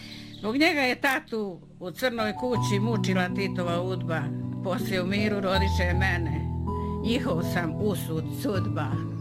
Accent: Kotor Varoš, Republika Srpska, Bosnia & Herzegovina; born there; Ja sad ću kad odim tamo da kažem da nisam iz Čelinca, jer ja sam rođena na Kotorvaroškoj opštini.

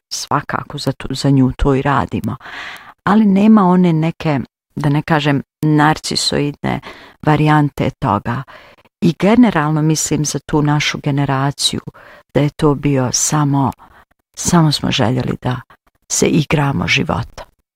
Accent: Hotonj, Federation of Bosnia and Herzegovina, Bosnia & Herzegovina; I onda meni je, iz Hotonja sam bila ja, jedna apotekarka, koje smo išli do grada na posao.

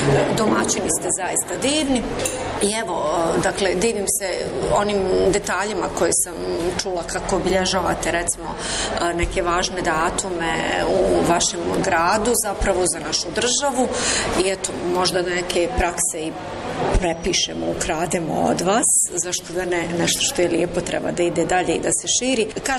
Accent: Sanski Most, Una-Sana Canton, Bosnia & Herzegovina; dolazim iz Savskog mosta, dakle iz dijela Krajine.

